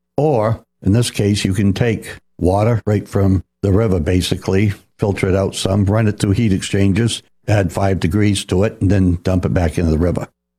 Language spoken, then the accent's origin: English; Jay, Maine, United States; Now, I grew up in Jay.